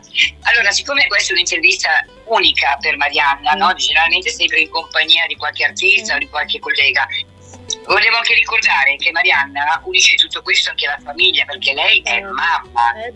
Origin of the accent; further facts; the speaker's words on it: Sicily, Italy; E poi a Sicilia è la mia terra